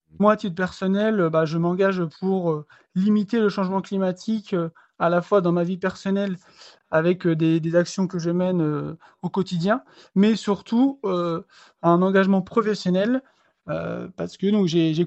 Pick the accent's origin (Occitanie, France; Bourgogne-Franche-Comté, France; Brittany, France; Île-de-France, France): Bourgogne-Franche-Comté, France; Dijon; Alors moi j'ai grandi à Dijon, donc très très loin de l'océan.